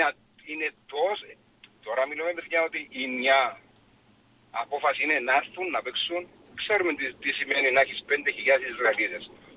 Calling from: Nicosia, Nicosia District, Cyprus; εγώ από Λευκοσία

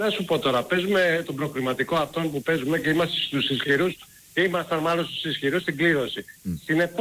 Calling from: Keratsini, Attica, Greece; από Κερατσίνη.

